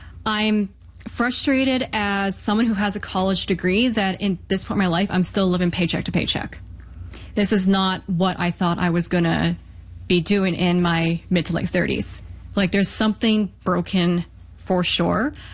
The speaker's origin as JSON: {"language": "English", "country": "Canada", "said": "because I feel like that goes against a core value of being Canadian."}